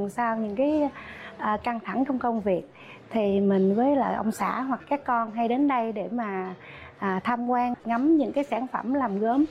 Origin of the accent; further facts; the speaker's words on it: Ho Chi Minh City, Vietnam; Bây giờ mình nhìn lại để mình nhắc nhở cho các con ở đây là cái làng gốm quê mình.